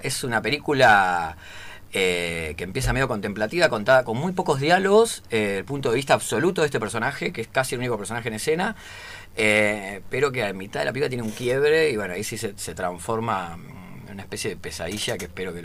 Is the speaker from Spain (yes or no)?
no; Buenos Aires Province, Argentina; Yo me vine de la provincia de Buenos Aires, así que a ustedes no les cuesta nada.